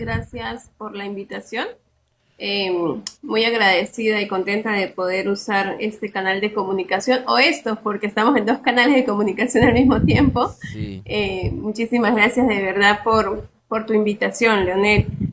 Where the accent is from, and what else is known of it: Venezuela